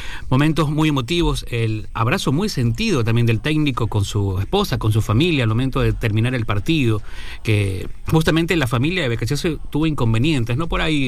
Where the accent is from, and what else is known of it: Ecuador